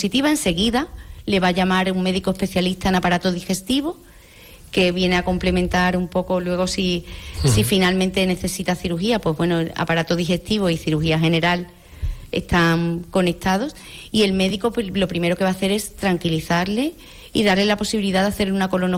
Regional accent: Moguer, Andalusia, Spain; Hombre, a mi pueblo voy, ahora en cuanto salga voy a comer allí a casa de mi padre, ¿no?

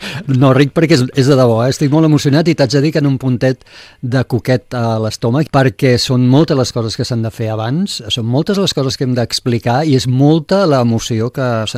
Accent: Tarragona, Catalonia, Spain; now in Sant Cugat del Vallès, Spain; jo que sóc de Tarragona, tot i que ara fa molts anys que visc a Sant Cugat, però jo vaig néixer a Tarragona, la meva família és d'aquí

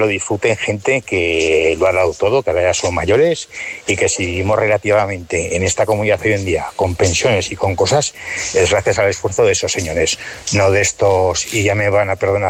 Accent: Zaragoza, Aragon, Spain; yo no soy de Torreo, pero he vivido toda la vida en las terrazas de Cuyar, en San José.

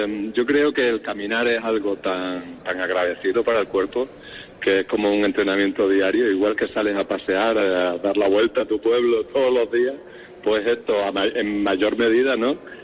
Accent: Extremadura, Spain

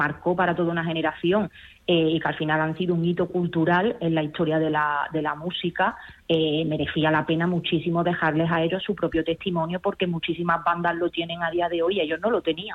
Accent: Córdoba, Andalusia, Spain; now in Madrid, Spain; yo soy cordobesa, aunque actualmente vivo en Madrid, pero bueno, aparte tengo ahí una parte de sangre que me tira porque

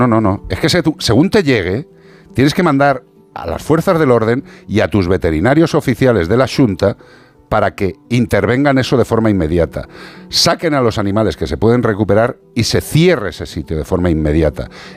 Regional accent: Galicia, Spain; Ay, mi tierra, algunas veces, pues como todos lados. Bisones muertos, mutilados, suciedad extrema, la granja de los horrores de La Coruña ha sido denunciada por una ONG.

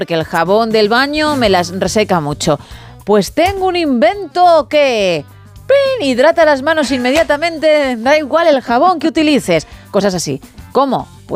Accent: Italy; moved away; me has tocado mi tierra, me has tocado Italia

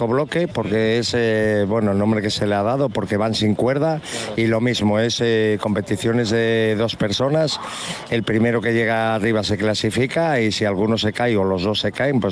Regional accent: Avilés, Asturias, Spain; Somos de Avilés.

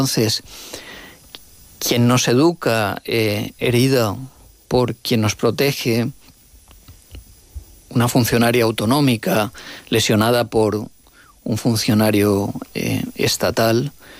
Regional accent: Valencian Community, Spain; Y soy alicantino, o sea, valenciano.

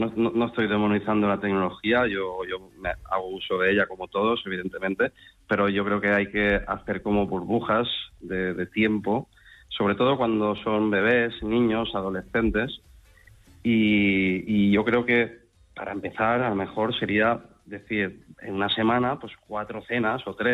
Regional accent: Valencia, Valencian Community, Spain; Yo soy mediterráneo, como todos los españoles, pero yo soy de Valencia, que estoy mucho más cerca.

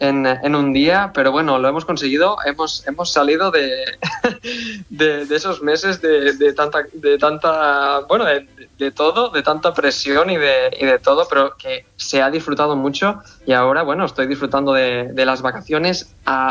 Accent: Tavernes de la Valldigna, Valencian Community, Spain; yo todo lo que escribía estaba ambientado en Tavernes de la Valldigna, en mi pueblo de Valencia

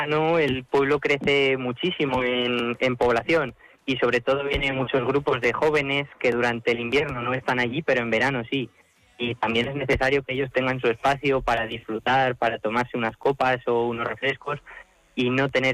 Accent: Belinchón, Castilla-La Mancha, Spain; also born or lived in Cuenca; now in Albacete, Spain; Sí, somos de Belinchón, llevamos toda la vida viviendo allí, nacimos allí y queremos seguir viviendo allí.

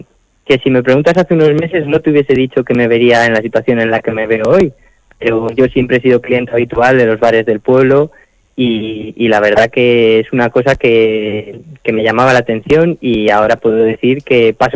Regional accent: Belinchón, Castilla-La Mancha, Spain; moved away as an adult; also born or lived in Cuenca; now in Albacete, Spain; somos de Belinchón, llevamos toda la vida viviendo allí, nacimos allí y queremos seguir viviendo allí. En el caso de mi hermano, aún no ha salido de casa. Yo sí que he vivido en Cuenca 3 años, ahora estoy en Albacete porque sigo estudiando en la universidad.

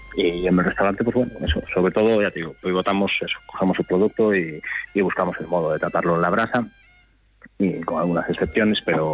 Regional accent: Chantada, Galicia, Spain; Sí, sí, yo nací en Chantada de toda la vida.

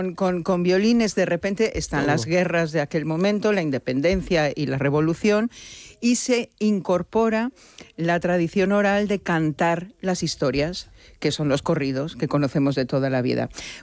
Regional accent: Mexico; volvemos al siglo XIX y en mi país, en México, pues teníamos un emperador

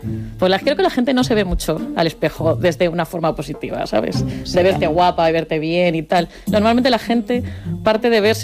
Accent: Vigo, Galicia, Spain; Sí que me choca cuando yo soy de Vigo, cuando vuelvo a Vigo, sí noto

